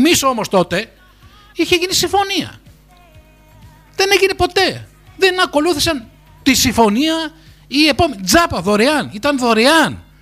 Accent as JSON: {"language": "Greek", "country": "Greece", "said": "Δηλαδή, εγώ δεν μπορώ να πω ότι είμαι από τη Τσεχία, Έλληνας είμαι."}